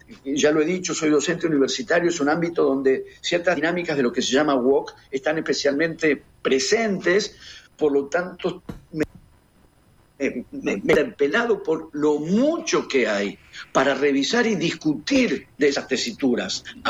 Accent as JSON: {"language": "Spanish", "country": "Argentina", "said": "en el país en el que vivo y del que soy"}